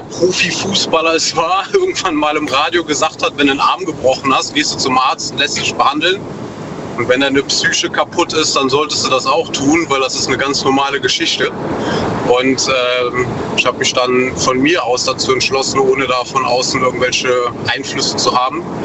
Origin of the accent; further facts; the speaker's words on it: North Rhine-Westphalia, Germany; Aus der Eifel, NRW.